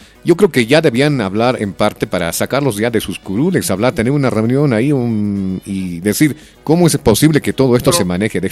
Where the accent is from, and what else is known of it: Bolivia